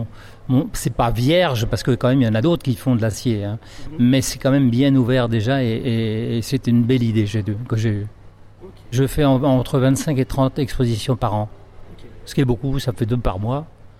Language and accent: French; Castillon-du-Gard, Occitanie, France; Alors, je viens de Castillon-du-Gard, juste à côté du pont de gare, mais vraiment à côté.